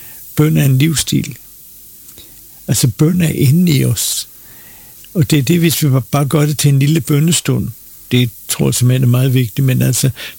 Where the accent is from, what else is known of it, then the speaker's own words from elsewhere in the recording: Copenhagen, Capital Region of Denmark, Denmark; now in Bornholm, Denmark; Jeg voksede op på Utterslev Torv i København og gik i Bellerhøjskole.